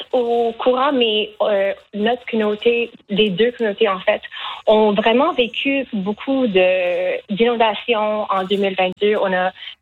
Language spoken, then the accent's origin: French; Acadia, Canada; born there; Donc, moi, en tant que personne qui était née en Acadie, moi, je ne trouve pas que mon accent est laid. Je trouve que mon français, tu sais, j'ai grandi entre deux langues